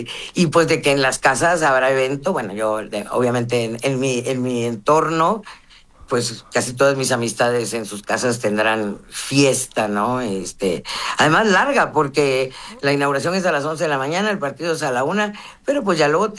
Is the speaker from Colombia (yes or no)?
no; Mexico; los mexicanos nos gusta también esto de cambiarnos de camiseta cuando hace falta